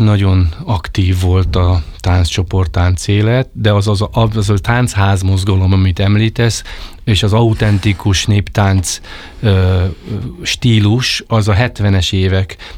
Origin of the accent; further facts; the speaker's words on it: Veszprém County, Hungary; Hát én egy Balaton felvidéki kis faluba nőttem föl. Hát 14 éves koromig